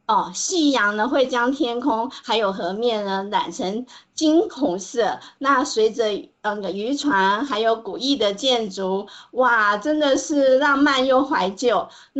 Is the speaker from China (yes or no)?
no; Tamsui, New Taipei, Taiwan; 这就是我在看到文苑老街日落的景象，也是联想到我的家乡淡水这边，所以也跟大家分享。